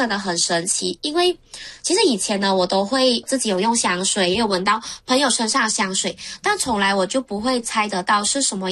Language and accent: Chinese; Malaysia; now in Singapore; 因为呢我本身是马来西亚人啦，但是呢我是在新加坡上班